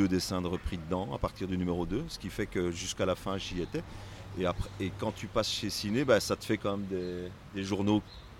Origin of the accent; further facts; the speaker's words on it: Belgium; Alors, je suis belge.